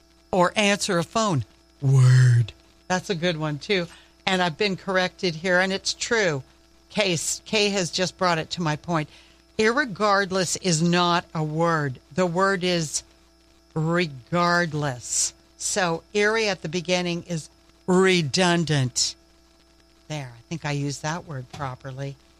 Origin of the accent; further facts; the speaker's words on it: the Maritimes, Canada; Even though I'm from the Maritimes and everything is just about all good, you don't say I'm good, you say I'm well.